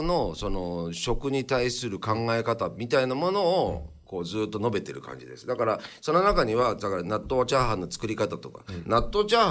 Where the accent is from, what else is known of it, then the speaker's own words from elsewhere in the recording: Yamanashi, Japan; now in Tokyo, Japan; 地元がたまたま山梨が市政20周年というタイミングだったので、